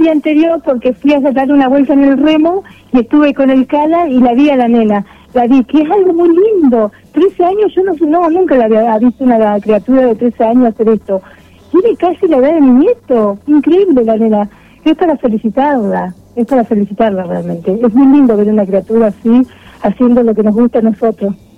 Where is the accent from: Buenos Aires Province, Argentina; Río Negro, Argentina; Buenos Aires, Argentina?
Río Negro, Argentina; Cervantes; y más en mi pueblo.